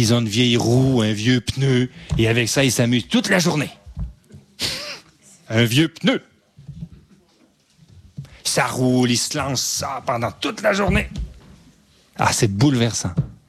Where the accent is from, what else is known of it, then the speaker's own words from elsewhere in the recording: Quebec, Canada; moved away; Moi, je viens du Québec.